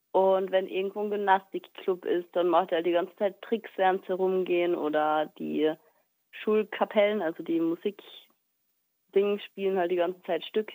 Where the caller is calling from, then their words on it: Innsbruck, Tyrol, Austria; Von Innsbruck.